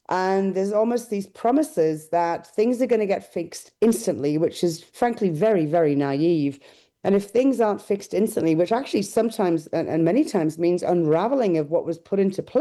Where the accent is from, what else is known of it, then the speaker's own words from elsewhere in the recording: Hartlepool, North East England, United Kingdom; now in Saskatoon, Canada; my hometown, Hartlepool, was a big receiver of funds from Europe.